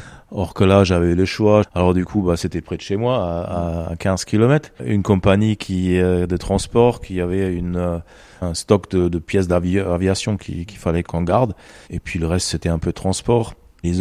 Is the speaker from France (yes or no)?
no; Germany; French is a second language; Bah comme on habite pas loin de Berlin, en tant que bon allemand